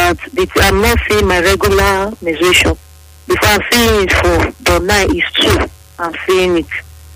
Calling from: Benin City, Edo, Nigeria; I'm calling from Bini, Edo State.

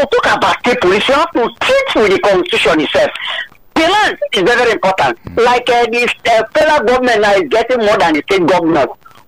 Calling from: Lagos, Nigeria; I'm calling from Ikoto in Lagos.

